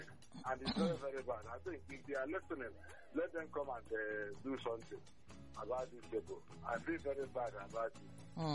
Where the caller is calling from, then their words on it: Aba, Abia, Nigeria; I'm calling from Abba.